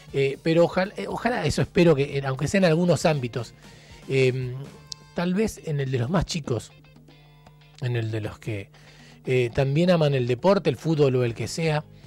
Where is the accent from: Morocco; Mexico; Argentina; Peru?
Argentina; a nosotros como argentinos